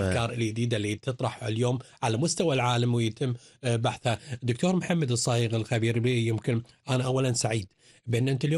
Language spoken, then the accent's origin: Arabic; Kuwait; كيف بالإمكان عندنا في الكويت نستفيد من التكنولوجيا الحديثة